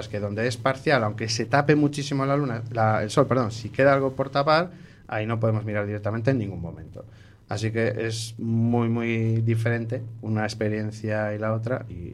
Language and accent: Spanish; A Coruña, Galicia, Spain; soy coruñés